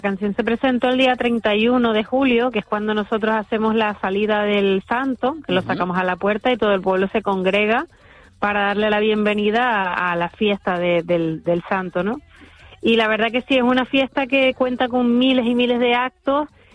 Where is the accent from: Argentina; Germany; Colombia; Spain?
Spain; Tejina, Canary Islands; also born or lived in Punta Hidalgo; yo soy tejinera, pero también soy de Punta Hidalgo.